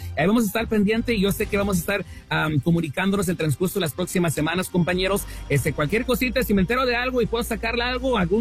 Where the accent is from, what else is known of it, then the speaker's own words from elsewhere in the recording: Houston, Texas, United States; born there; now in Dallas, United States; yo nací en Houston, mis padres son de México, la Ciudad de México. Ahora, desde el 2001 que yo ingresé, llegué aquí a Dallas